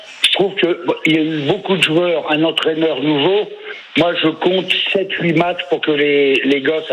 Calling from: Sens, Bourgogne-Franche-Comté, France

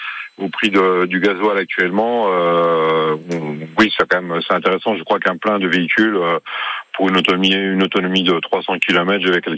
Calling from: Piets-Plasence-Moustrou, Nouvelle-Aquitaine, France; De Piette-Plasance-Moustrou.

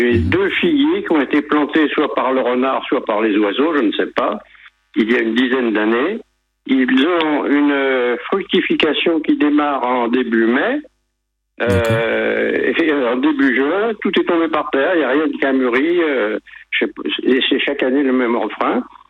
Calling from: Roquefort-les-Pins, Provence-Alpes-Côte d'Azur, France; j'habite à Roquefort-les-Pins, dans les Alpes-Maritimes.

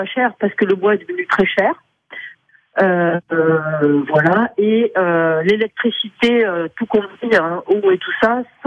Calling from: Occitanie, France; Moi, j'appelle du Lot, parce qu'on est limitrophe avec la Corrèze

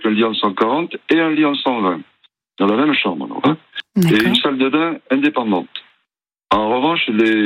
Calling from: Nouvelle-Aquitaine, France; Alors, je suis dans le nord, presque nord-est de la Charente-Maritime. J'habite dans une maison de campagne qui est à, ceux qui connaissent, 45 km au nord de Saintes et 35 au sud de Niort, pas loin de la nationale de 150. Et la maison est sur les berges de la Boutonne, qui est un gros affluent de la Charente.

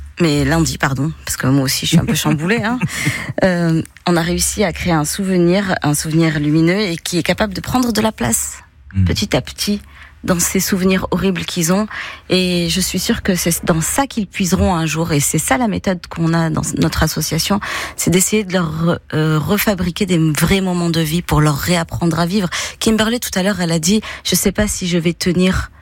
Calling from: Nice, Provence-Alpes-Côte d'Azur, France; Je lui dis, non, je suis pas du tout parisienne, je suis niçoise

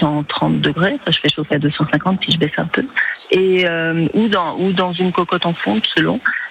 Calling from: Bourgogne-Franche-Comté, France; J'appelle d'un petit village dans le Jura.

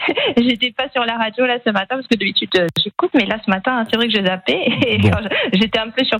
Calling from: Réunion; je suis à La Réunion

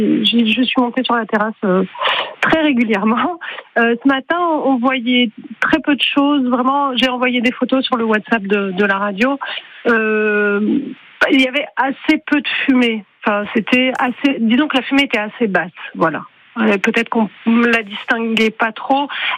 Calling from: Millas, Occitanie, France; j'habite à Mias, dans le centre de Mias, sur la route des Stagelles, donc je suis à proximité de la caserne des pompiers

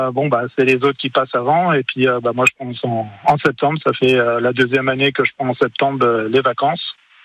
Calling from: Pays de la Loire, France; je suis en vacances sur la région de Die en ce moment, mais sinon je viens de la Sarthe, le pays des rillettes et des 24 heures du Mans.

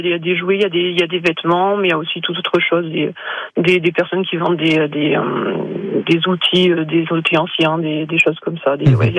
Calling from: Charbonnières-les-Vieilles, Auvergne-Rhône-Alpes, France; De Charbonnières-les-Vieilles, près du Gourd de Tazna

